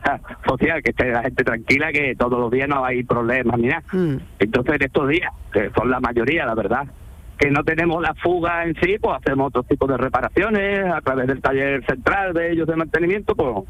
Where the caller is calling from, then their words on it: San Roque, Andalusia, Spain; Yo estoy en San Roque ahora.